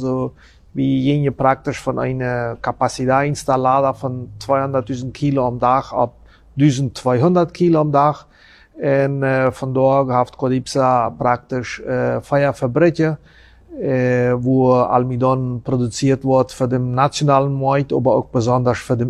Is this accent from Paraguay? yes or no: yes; Friesland, San Pedro, Paraguay; also born or lived in Chaco; Also, ich komme ursprünglich aus Friesland.